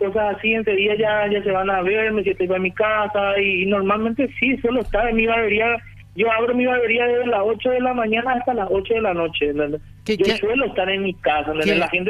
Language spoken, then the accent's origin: Spanish; Caacupé, Cordillera, Paraguay; yo soy de Cacupé